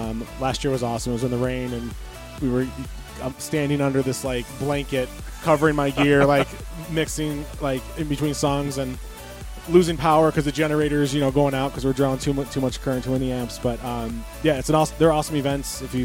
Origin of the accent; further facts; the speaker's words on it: Toledo, Ohio, United States; I'm from Toledo